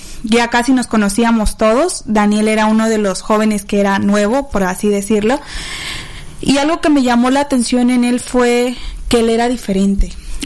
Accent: Veracruz, Mexico; moved away as an adult; Yo soy de Veracruz, entonces me vine a estudiar acá.

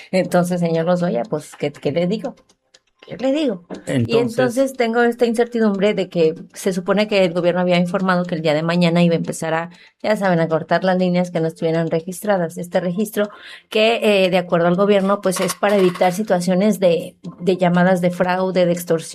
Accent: Mexico; Como buena mexicana, a mí todo me da suspicacia.

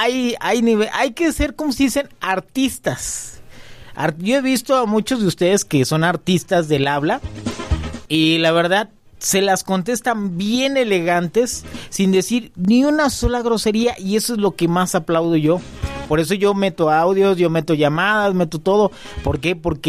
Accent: Mexico; somos mexicanos.

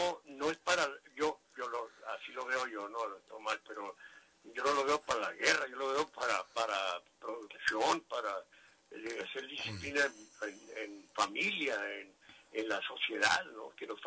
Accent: Mexico; los morenos somos nosotros, los mexicanos.

